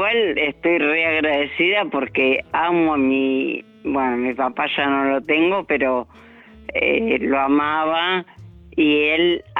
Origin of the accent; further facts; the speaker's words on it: Basque Country, Spain; Encima soy vasca.